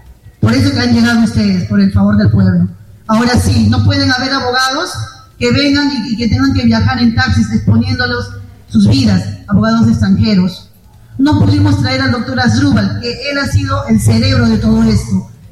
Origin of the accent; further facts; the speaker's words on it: Lima, Peru; porque soy de Lima